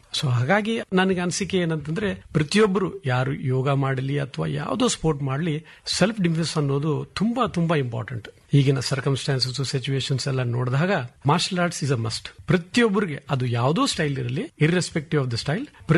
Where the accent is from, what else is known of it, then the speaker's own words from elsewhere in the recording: Hubballi, Karnataka, India; moved away as an adult; also born or lived in Dharwad; now in Bengaluru, India; ನನ್ನ ಊರು ಹುಬ್ಬಳ್ಳಿ, ವಿದ್ಯಾಭ್ಯಾಸ ಎಲ್ಲ ಆಗಿರೋದು ಹುಬ್ಬಳ್ಳಿಯಲ್ಲಿ